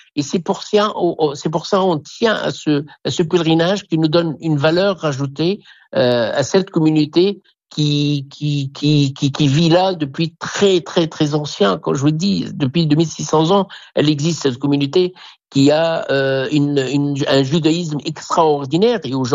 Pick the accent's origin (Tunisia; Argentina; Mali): Tunisia; Djerba, Medenine; Vous savez, moi, personnellement, je suis né à Djerba et j'ai grandi à Djerba et j'ai une attache particulière puisque mes parents, ma sœur habite à Djerba